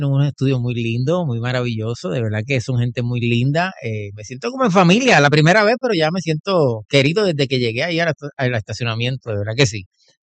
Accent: Juncos, Puerto Rico; also born or lived in Caguas; En Juncos, ahí estudié escuela elemental, intermedia, en el hospital regional de Caguas nací, porque obviamente en Juncos pues no se atienden partos, pero nací en Caguas y luego paso a Juncos y ahí crecí, ahí me crié y actualmente vivo en Juncos.

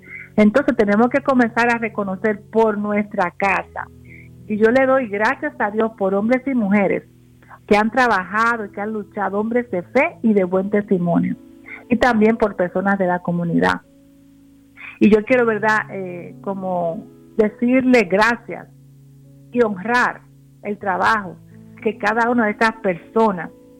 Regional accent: Dominican Republic; now in Santa Cruz, United States; yo como dominicana, mi amor, arroz todos los días a las 12

